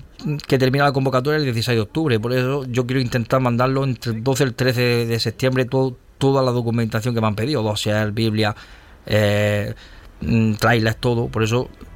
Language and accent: Spanish; Gádor, Andalusia, Spain; soy el primer almeriense en crear una serie infantil.